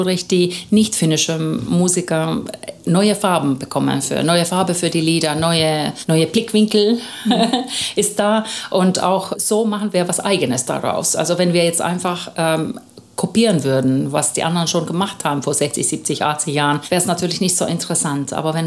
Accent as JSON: {"language": "German", "country": "Finland", "moved": "yes", "lives_now": "Southern Germany", "said": "die Texte kommen von uns zwei Finnen in der Band"}